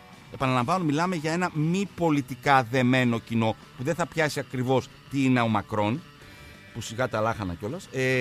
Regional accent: Greece

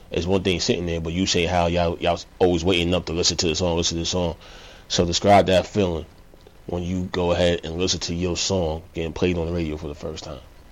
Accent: New Jersey, United States; Yeah, I'm from Jersey.

